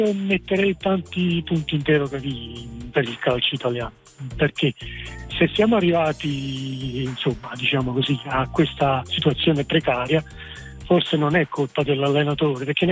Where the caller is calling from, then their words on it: Caserta, Campania, Italy; Io sono di Caserta